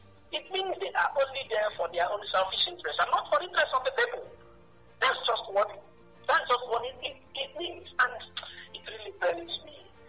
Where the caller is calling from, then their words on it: Aba, Abia, Nigeria; I'm calling from Abba.